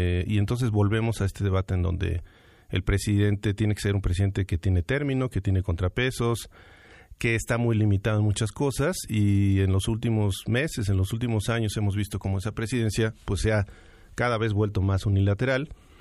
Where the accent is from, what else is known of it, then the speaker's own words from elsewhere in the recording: Mexico; como mexicanos que bien sabemos nuestra historia y bien conocemos nuestra historia desde la primaria